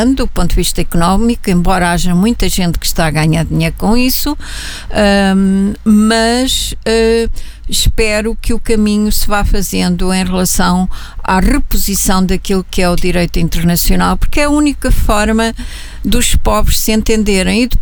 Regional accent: Portugal

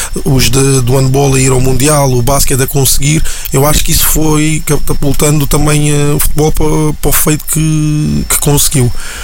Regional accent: Cape Verde

